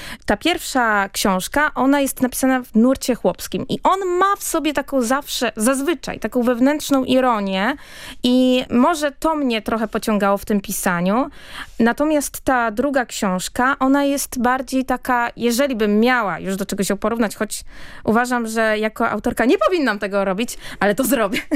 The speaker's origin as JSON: {"language": "Polish", "town": "Połaniec", "region": "Świętokrzyskie Voivodeship", "country": "Poland", "tie": "born or raised there", "said": "ja tam dalej mieszkam, jakby pomieszkuję, bo ja tak jeżdżę pomiędzy Turcją a Polską i dużo, no dalej mieszkam w Połańcu."}